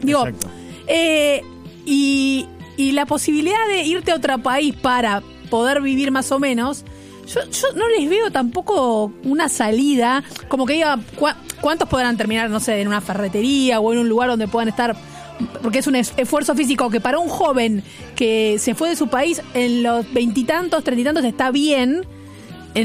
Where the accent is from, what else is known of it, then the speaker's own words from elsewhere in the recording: Argentina; voy a tomarme a mí que soy argentino, lo cual tiene su lógica.